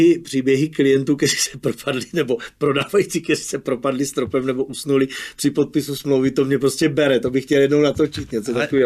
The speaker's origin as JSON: {"language": "Czech", "town": "Brno", "region": "South Moravian Region", "country": "Czechia", "said": "já jsem z Brna."}